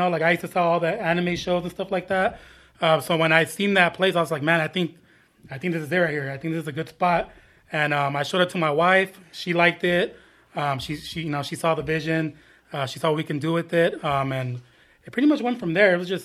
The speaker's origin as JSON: {"language": "English", "town": "San Bernardino", "region": "California", "country": "United States", "tie": "born or raised there", "said": "I grew up in San Bernardino, especially in that area. My mom still lives down the street from there."}